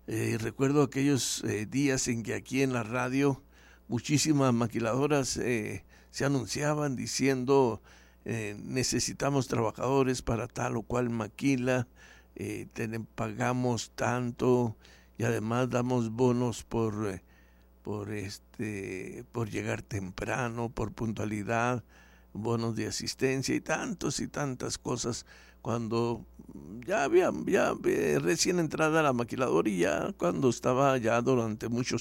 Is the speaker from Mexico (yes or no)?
yes; Nogales, Sonora, Mexico; nuestros Nogales